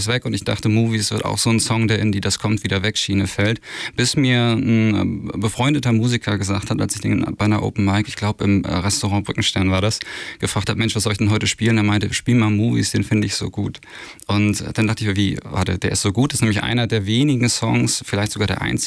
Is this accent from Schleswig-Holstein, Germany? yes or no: yes; Schleswig-Holstein, Germany; moved away as an adult; also born or lived in Elmshorn; now in Hamburg, Germany; Ich komme aus Imshorn, in der Nähe geboren, in der Nähe aufgewachsen und dann in die gruselige große Stadt Imshorn gezogen. Und jetzt ist Hamburg die nächste große gruselige Stadt.